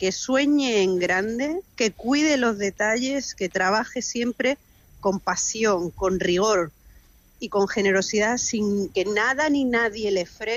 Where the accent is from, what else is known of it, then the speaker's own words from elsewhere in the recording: Linares, Andalusia, Spain; moved away as an adult; yo soy de Linares, de Jaén